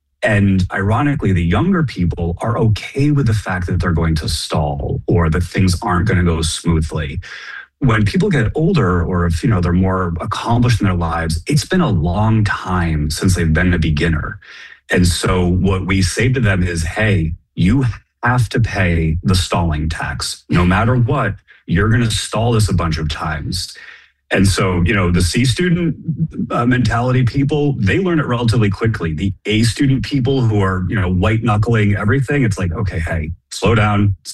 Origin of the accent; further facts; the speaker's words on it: Boston, Massachusetts, United States; So, I'm from Boston originally